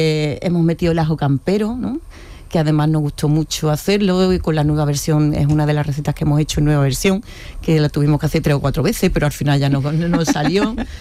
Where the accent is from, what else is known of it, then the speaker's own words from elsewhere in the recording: Córdoba, Andalusia, Spain; now in Jerez de la Frontera, Spain; Que soy cordobesa, pero yo soy jerezana de adopción.